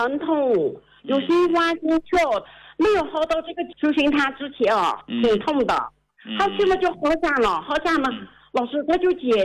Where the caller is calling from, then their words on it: Kunming, Yunnan, China; 我是昆明的。